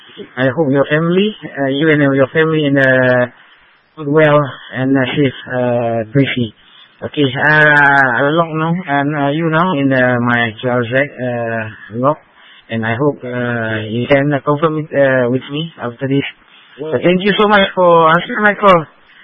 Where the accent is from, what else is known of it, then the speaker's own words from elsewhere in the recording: Malaysia; I'm from Malaysia. Actually my English is Malaysia, not the region of Peninsula Malaysia.